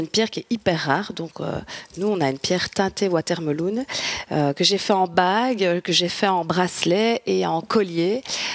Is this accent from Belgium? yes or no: yes; Belgium; Malheureusement, on est belge, donc l'été est court chez nous.